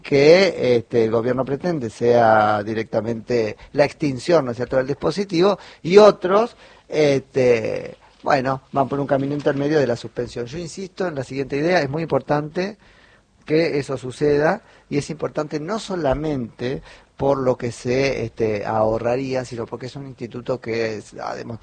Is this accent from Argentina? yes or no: yes; Argentina; O sea, pagamos carísimo como argentinos, independientemente de los resultados, este, el proceso electoral del año pasado.